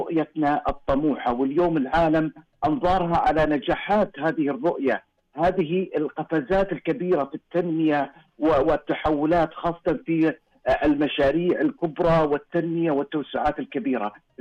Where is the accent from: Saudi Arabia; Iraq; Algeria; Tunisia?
Saudi Arabia; نحن كسعوديين نشعر بالفخر